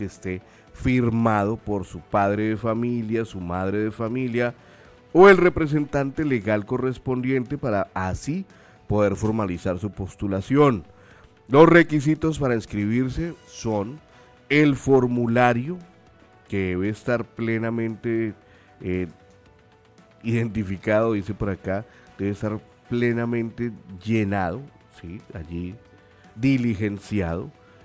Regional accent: Arauquita, Arauca, Colombia; como arauquiteño, llaneros del Piedemonte, pero llaneros al fin y al cabo

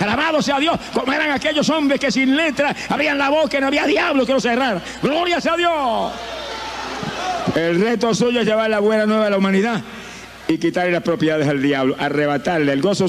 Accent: Camuy, Puerto Rico; Yo viví 35 años perdido en mi pueblo de Camuy.

